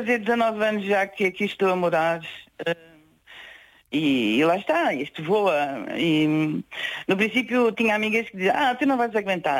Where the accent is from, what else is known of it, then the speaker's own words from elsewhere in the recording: Lisbon, Portugal; moved away as an adult; now in Oeste, Portugal; eu cresci em Lisboa, naquele bairro de Santa Cruz, numa altura em que aquilo era tipo uma aldeia.